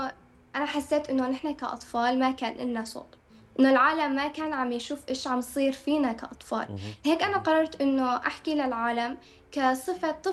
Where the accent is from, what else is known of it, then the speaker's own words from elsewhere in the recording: Aleppo, Aleppo Governorate, Syria; أنا طفلة سورية من حلب